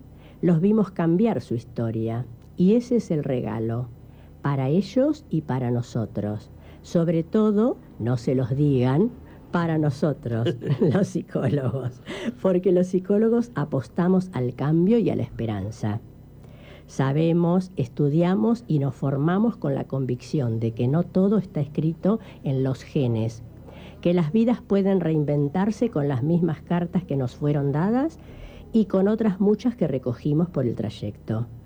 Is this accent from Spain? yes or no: yes; Basque Country, Spain; No me hagan responder. Que soy vasca, no me hagan dar una respuesta.